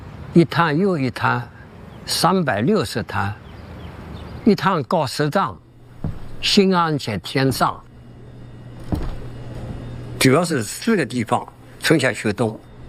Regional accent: She County, Anhui, China; now in Shanghai, China; 我说我们家乡啊，都是音乐家。

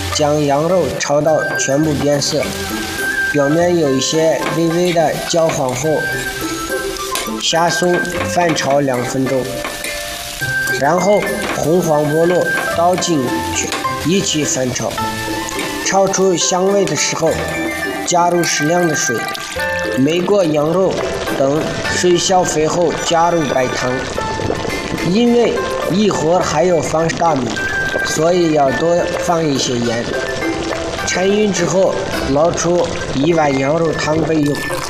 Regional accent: Xinjiang, China; 咱们新疆人

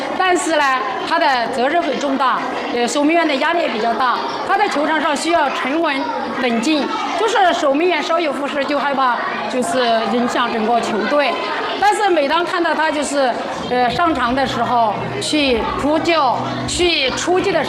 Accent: Yibin, Sichuan, China; born there

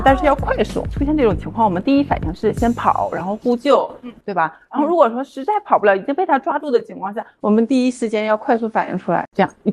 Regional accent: Northeast China, China; 今天我给大家带来了一个因为我是东北人嘛，所以我给大家带来一个东北酸菜饺子。

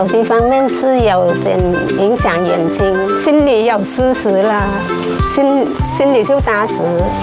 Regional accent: China; born or raised there

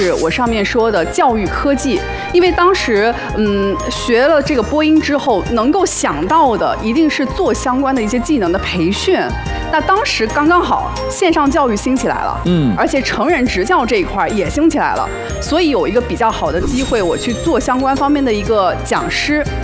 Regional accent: Pingtan, Fujian, China; moved away as an adult; 因为我的家乡是一个四五线的小城市

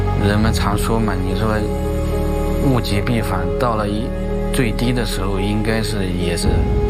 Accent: Qingtian, Zhejiang, China; 我们青田

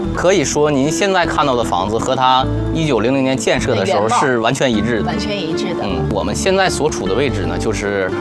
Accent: Harbin, Heilongjiang, China

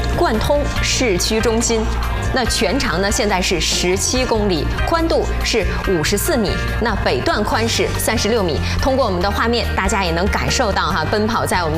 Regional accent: Changchun, Jilin, China; 所以说这条街对于我们长春人来说是有特殊的这样的一种情感在里面的。

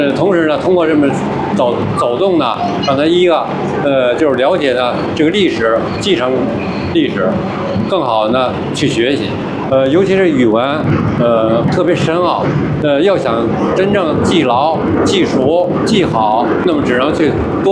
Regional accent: Beijing, China; 原来我小的时候在这儿长大

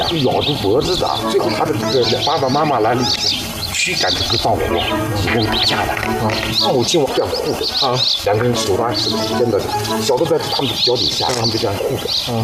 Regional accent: Tianjun County, Qinghai, China; 让他们知道在我们的家乡，除我们以外，还有草原上还有哪些这个可爱的精灵，

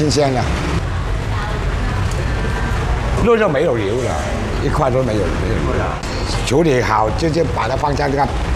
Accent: Vietnam; moved away as an adult; 1958年出生的，我在越南长大的，20岁就离开越南了，在1988年我就回来了，1996年离开了

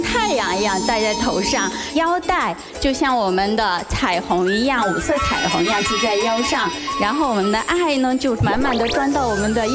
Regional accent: Yuxi, Yunnan, China; 我们来自于中国花腰傣之乡云南省玉溪市新平县花腰傣民族文化艺术团，

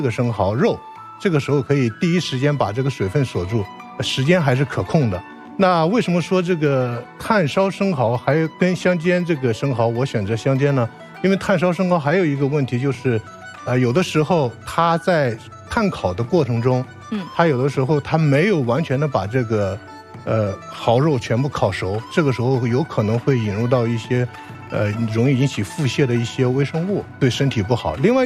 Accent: Guangdong, China; moved away; 因为我是从广东来的，

